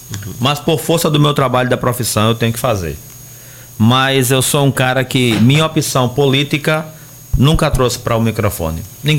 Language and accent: Portuguese; Brazil; o Jailton também é do bairro Senhor do Bonfim, onde eu nasci e me criei por ali.